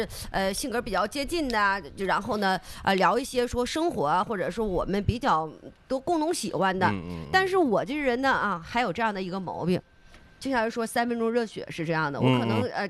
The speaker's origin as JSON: {"language": "Chinese", "region": "Northeast China", "country": "China", "said": "作为东北人来讲的话吧"}